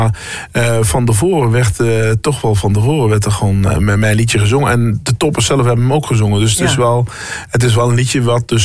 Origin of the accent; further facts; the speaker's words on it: North Brabant, Netherlands; also born or lived in Amsterdam; Dus mijn familie, mijn roots liggen daar wel. Ik woon eigenlijk wel al bijna heel mijn leven in Brabant. Maar ik ben wel een geboren Amsterdammer.